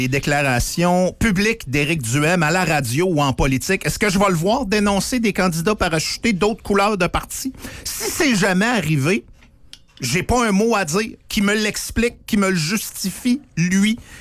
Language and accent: French; Saguenay, Quebec, Canada; moved away as an adult; now in Quebec City, Canada; Ça fait 25 ans que je suis à Québec, presque 30 ans que je suis à Québec. Je suis pas un gars de Québec. Je serai jamais un gars de Québec. Je suis un gars du Saguenay. Je suis parachuté ici pour ma job.